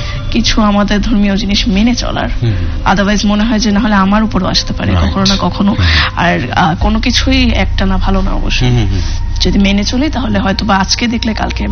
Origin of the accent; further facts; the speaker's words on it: Dhaka, Dhaka Division, Bangladesh; আমার হচ্ছে আমার বাসা মিরপুরে, আমি ঢাকায় জন্ম, ঢাকায় থাকি, আমার নানু বাসাও ঢাকায়, আমরা সব ঢাকা স্থানীয়।